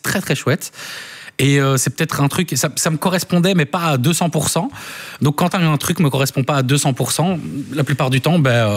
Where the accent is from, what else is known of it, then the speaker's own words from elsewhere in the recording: Belgium; Mais je suis très content d'être belgo-italien